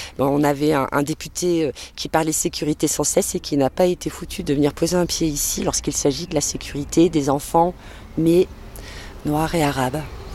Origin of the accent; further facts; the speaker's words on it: Espaly-Saint-Marcel, Auvergne-Rhône-Alpes, France; now in Le Puy-en-Velay, France; J'ai grandi à Espaly-Saint-Marcel. J'habite maintenant le Puy.